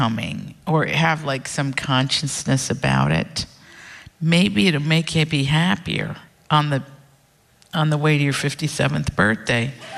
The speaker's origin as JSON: {"language": "English", "region": "Appalachia", "country": "United States", "said": "I'm an Appalachian."}